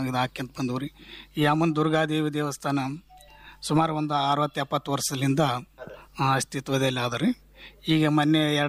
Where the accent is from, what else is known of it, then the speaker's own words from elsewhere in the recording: Karnataka, India; now in Muranpura, India; ನಾವು ಉಡಗೇರಿ ತಾಲೂಕು ರೀ, ಗೋನಾಲ್ ಎಂಬ ಗ್ರಾಮಸ್ ರೀ, ದುರ್ಗಾದೇವಿಯ ಅರ್ಚಕರಾಗಿದ್ದೀವಿ ರೀ